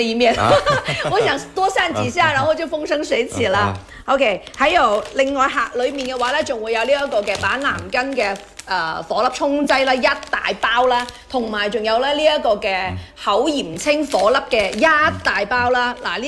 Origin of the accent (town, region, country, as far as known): Foshan, Guangdong, China